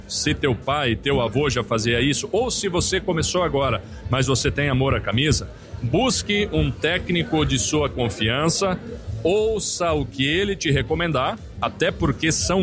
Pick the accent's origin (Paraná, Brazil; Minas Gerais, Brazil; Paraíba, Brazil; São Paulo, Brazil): Paraná, Brazil; Eu venho do estado do Paraná